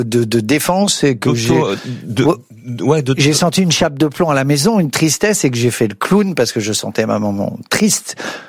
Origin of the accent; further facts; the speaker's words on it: eastern France, France; Je viens d'un milieu modeste, ouvrier, j'ai grandi en HLM dans l'Est de la France